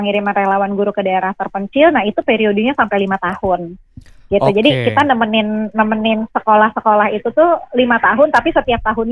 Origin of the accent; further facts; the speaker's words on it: Java, Indonesia; kita orang Jawa